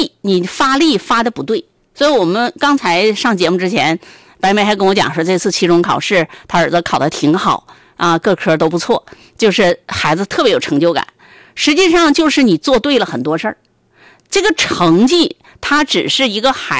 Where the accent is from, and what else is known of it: China